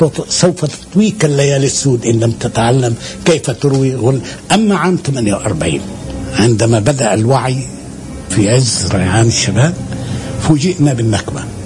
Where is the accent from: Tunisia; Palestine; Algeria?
Palestine; أقول أنا كل فلسطيني، أنا لست متميزا عن أحد